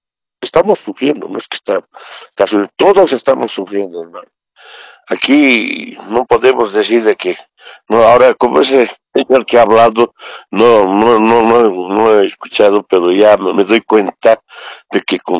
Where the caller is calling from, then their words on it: La Paz, Bolivia; Le hablo de la ciudad de La Paz.